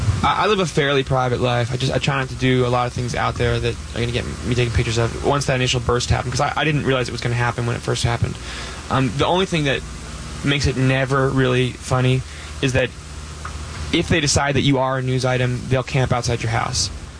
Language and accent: English; Oakland, California, United States; I grew up in Oakland, so I listened to a lot of, you know